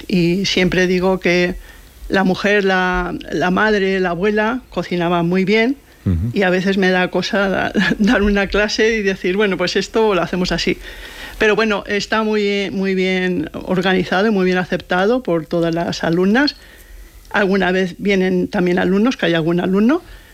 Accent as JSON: {"language": "Spanish", "region": "Balearic Islands", "country": "Spain", "said": "Yo soy mallorquina, no soy de La Rioja, aunque ya me considero de aquí."}